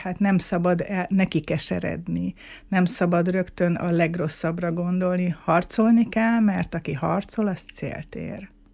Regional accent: Miskolc, Borsod-Abaúj-Zemplén, Hungary; én ott nőttem fel a Diósgyőrben papírgyárnál

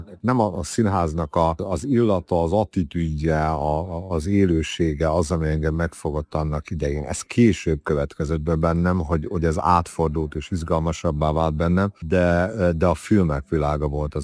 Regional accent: Subotica, Vojvodina, Serbia; Furcsa világban nőttem fel, hogy a Szabadkán volt egy úgynevezett híres Risztics korszak

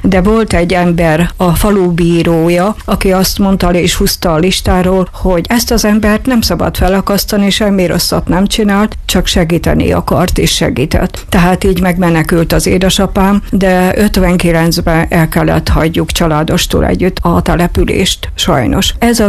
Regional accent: Fülpösdaróc, Szabolcs-Szatmár-Bereg, Hungary; born there; moved away; Itt születtem, drága kis szülőfalunkban, Fülpösdarócon

